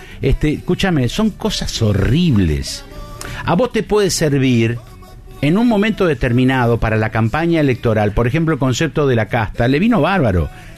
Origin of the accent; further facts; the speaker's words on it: Rosario, Santa Fe, Argentina; Yo hablo como rosarino